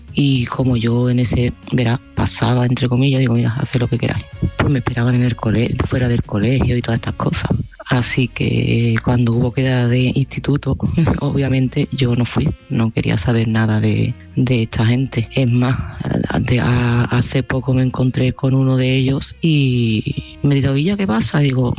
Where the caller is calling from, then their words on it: Seville, Andalusia, Spain; de Sevilla y este mensaje va para Lola.